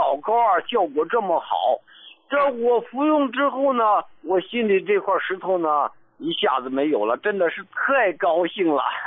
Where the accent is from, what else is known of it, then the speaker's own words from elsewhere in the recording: Shenyang, Liaoning, China; 我是来自辽宁沈阳的一个患者。